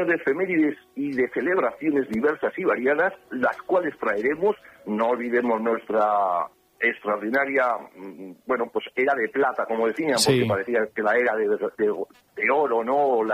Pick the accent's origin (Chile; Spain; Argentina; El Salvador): Spain; Zaragoza, Aragon; De donde yo soy, Zaragoza